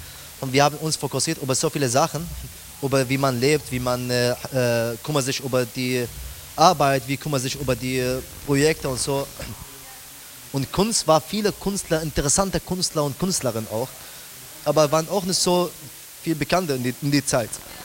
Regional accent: Iraq; German is a second language; moved away as an adult; now in Germany; ich bin hier in Deutschland seit 2015 und ich versuche schnell wie möglich einfach meine Heimat zu besuchen.

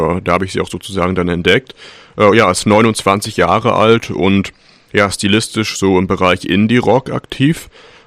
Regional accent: Germany; zumindest würde ich jetzt als Deutscher das als Baum aussprechen.

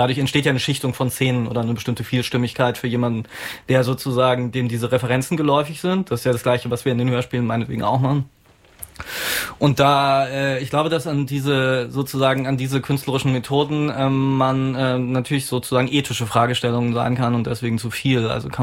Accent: East Germany, Germany; ich bin ja auch Ostdeutscher zum Beispiel.

